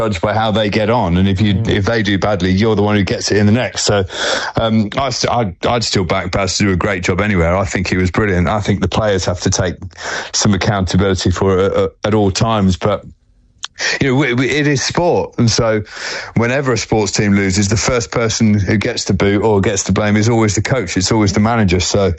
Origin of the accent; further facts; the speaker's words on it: England, United Kingdom; As English, we're brilliant at doing that.